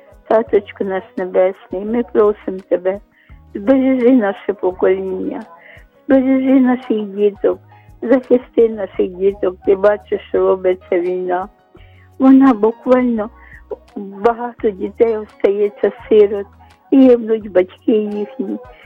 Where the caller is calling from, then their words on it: Kyiv, Ukraine; я з Оболоні.